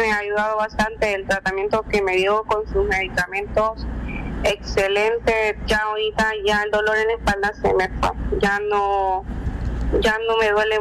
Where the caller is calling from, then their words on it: Santa Tecla, La Libertad, El Salvador; De aquí a Santa Tecla.